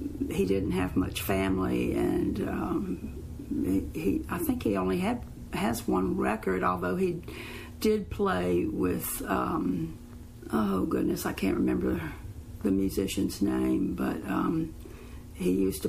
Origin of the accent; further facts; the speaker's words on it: Mississippi, United States; moved away; I'm from Mississippi